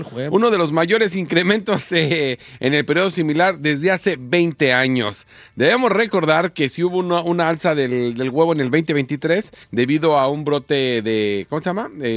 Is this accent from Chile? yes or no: no; Mexico; Sí está chido porque somos mexicanos. Soy mexicano